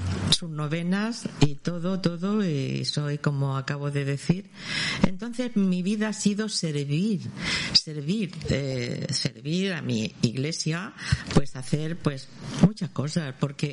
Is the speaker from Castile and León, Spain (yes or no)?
no; Bullas, Region of Murcia, Spain; yo desde aquí de la radio a todo mi pueblo de Bullas